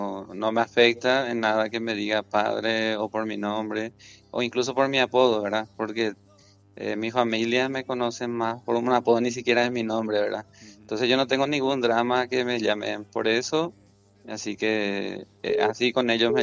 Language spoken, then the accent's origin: Spanish; Carmen del Paraná, Itapúa, Paraguay; moved away; Nosotros somos de Carmel, Paraná, Itapúa